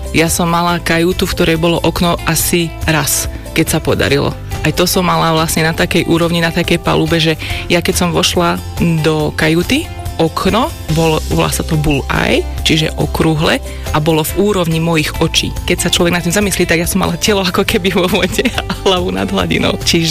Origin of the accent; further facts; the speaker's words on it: Bojnice, Trenčín Region, Slovakia; born there; now in Bratislava, Slovakia; mám 37 rokov. Narodila som sa v Bojniciach v Prievidzi, ale bývam a pôsobím v Bratislave a pracujem ako profesionálna fotografka.